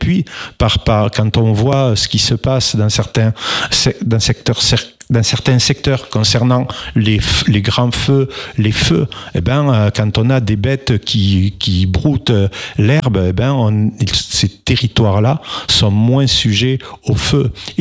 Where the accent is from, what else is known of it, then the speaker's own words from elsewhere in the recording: Mirepoix, Occitanie, France; vous savez, je suis de Mirepoix, oui.